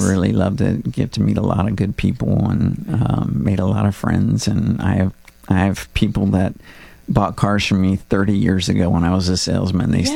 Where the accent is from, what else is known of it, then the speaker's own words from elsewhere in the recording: Tampa, Florida, United States; That's where I was born, and I grew up in Tampa.